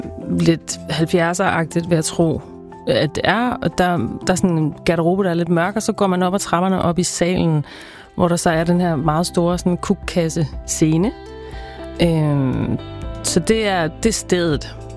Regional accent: Nyborg, Region of Southern Denmark, Denmark; Vi skal til Nyborg, hvor jeg kommer fra.

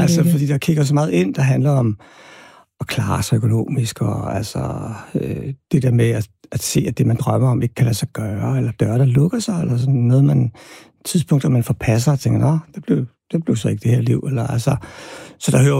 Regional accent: Albertslund, Capital Region of Denmark, Denmark; jeg voksede op i Albertslund på Villavej, og det, der hedder Soveby.

